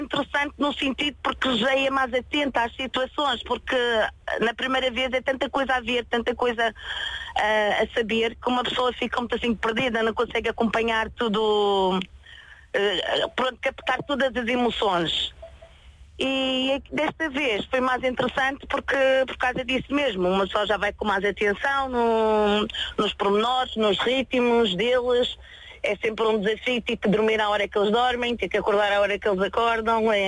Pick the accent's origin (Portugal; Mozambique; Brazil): Portugal; Porto Santo, Madeira; Eu sou da Ilha do Porto Santo, ele é de Óbidos.